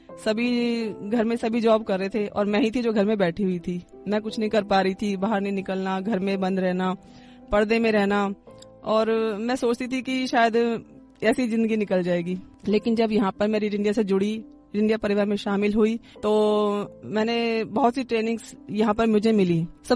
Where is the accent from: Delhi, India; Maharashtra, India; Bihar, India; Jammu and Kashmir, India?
Delhi, India; मैं दिल्ली की रहने वाली हूँ। दिल्ली में ही मेरी पैदाइश हुई, दिल्ली में रहे हम लोग, फिर शादी भी दिल्ली में ही हो गई। शाहबाद गांव में आई मैं